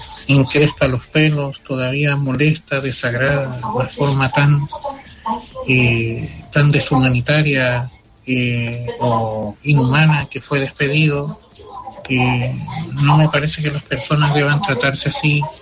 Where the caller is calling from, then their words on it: Osorno, Los Lagos, Chile; Desde Osorno les saluda … músico también